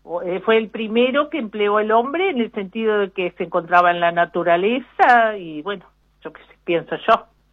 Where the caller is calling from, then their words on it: Tacuarembó, Uruguay; Del barrio Ferrocarril.